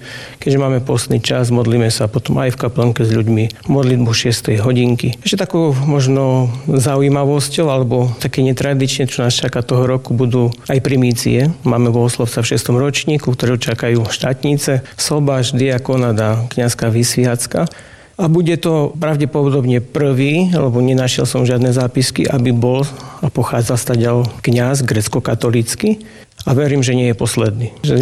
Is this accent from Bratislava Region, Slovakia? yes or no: no; Stará Ľubovňa District, Prešov Region, Slovakia; moved away as an adult; now in Kolonica, Slovakia; keďže pochádzam zo severu, od okresu Stará Ľubovňa, tam je trošku je iné